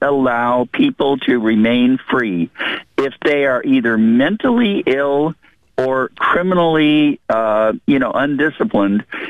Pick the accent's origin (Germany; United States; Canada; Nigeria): United States; West Coast; And I love the West Coast. I've lived here all my life.